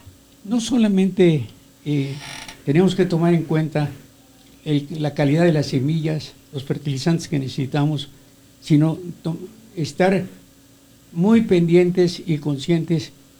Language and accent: Spanish; Maya area, Mexico; en mi tierra, en los mayas